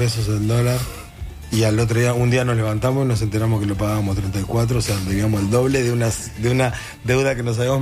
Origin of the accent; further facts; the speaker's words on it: Montevideo, Uruguay; Yo soy de La Unión.